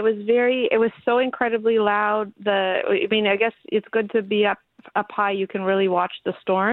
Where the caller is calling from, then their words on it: Thornhill, Ontario, Canada; I'm in Thornhill.